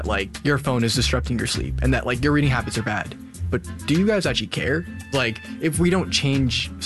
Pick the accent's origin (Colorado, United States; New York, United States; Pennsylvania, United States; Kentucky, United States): New York, United States; Staten Island; I'm from Staten. So my transportation is long wherever I go.